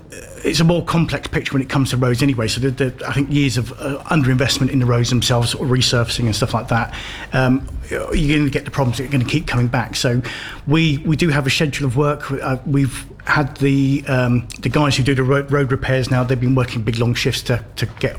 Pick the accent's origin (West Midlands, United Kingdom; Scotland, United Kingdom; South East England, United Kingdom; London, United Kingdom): South East England, United Kingdom; now in Northampton, United Kingdom; Local in the sense that I moved here about sort of 20 plus years ago, but originally I was from Buckinghamshire, so it's a neighbouring county.